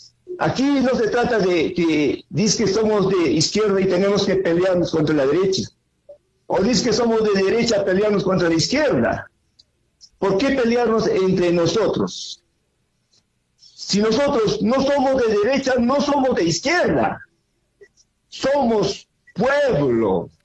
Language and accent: Spanish; Peru; porque todos somos peruanos.